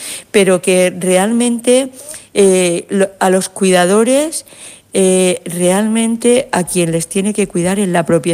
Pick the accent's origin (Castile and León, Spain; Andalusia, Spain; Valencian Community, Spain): Valencian Community, Spain; Elche; yo vengo de Elche, de la Comunidad Valenciana